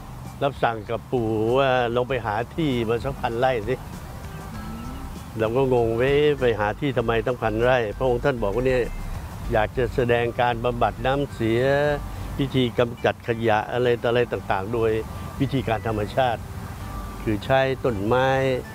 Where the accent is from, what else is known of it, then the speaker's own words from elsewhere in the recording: Phetchaburi, Thailand; born there; ปู่ก็ไปหามาตั้งนานเลยนะแล้วผลสุดท้ายก็เลยได้บ้านในบ้านตัวเองนะที่จังหวัดเพชรบุรีเพราะปู่เกิดที่จังหวัดเพชรบุรีนะนั้นเราชื่อว่าแหลมผักเบี้ยเคยได้ยินไหม